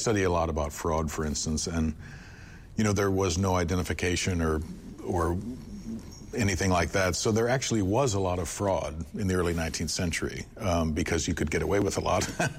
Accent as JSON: {"language": "English", "region": "North Dakota", "country": "United States", "tie": "born or raised there", "said": "But a lot of people probably already know that I grew up in North Dakota. So, I mean, the winter is whatever."}